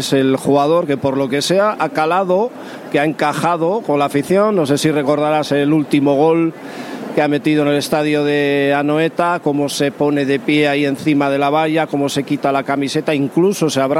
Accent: San Sebastián, Basque Country, Spain; en San Sebastián, de donde vengo yo

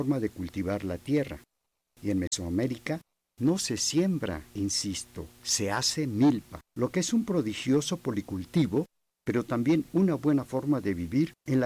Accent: Mexico; Digo milpa y también chinampa, porque soy mexicano

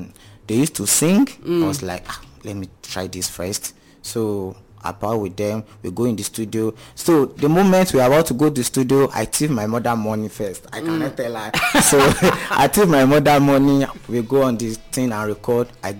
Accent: Ibadan, Oyo, Nigeria; So I'm from Nigeria, Lagos, especially Ibadan. I'm from Ibadan.

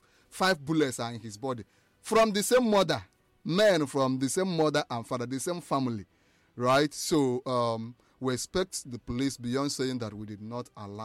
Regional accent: Nigeria; as a Nigerian citizen, we are free to move around.

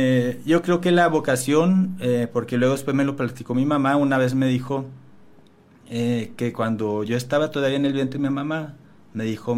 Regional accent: Ciudad Juárez, Chihuahua, Mexico; soy originario, nativo aquí de Ciudad Juárez.

